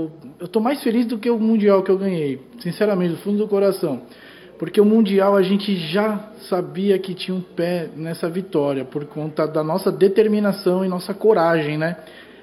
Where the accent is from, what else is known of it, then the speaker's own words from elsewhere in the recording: São Paulo, Brazil; quando a gente é de São Paulo